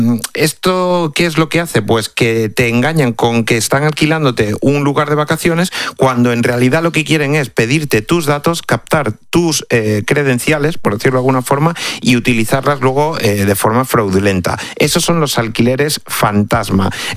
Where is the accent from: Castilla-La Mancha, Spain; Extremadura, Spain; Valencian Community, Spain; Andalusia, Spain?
Extremadura, Spain; Cáceres; Yo, por ejemplo, que soy de Cáceres, que soy de Extremadura, claro, pues evidentemente lo sé